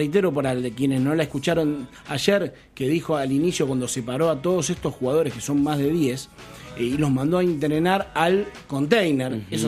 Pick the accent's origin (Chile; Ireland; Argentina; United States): Argentina; el trato que tenemos los argentinos con los extranjeros.